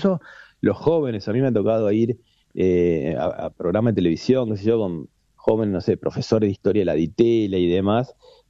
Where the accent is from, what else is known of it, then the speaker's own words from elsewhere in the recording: Argentina; yo soy muy argentino